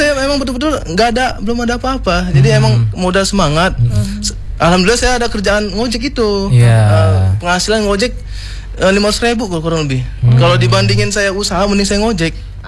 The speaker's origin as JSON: {"language": "Indonesian", "region": "West Java", "country": "Indonesia", "said": "karena saya orang Sunda"}